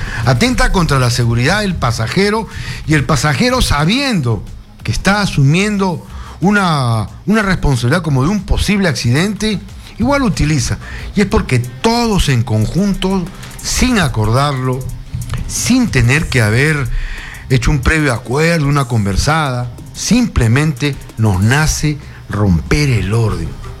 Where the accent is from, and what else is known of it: Peru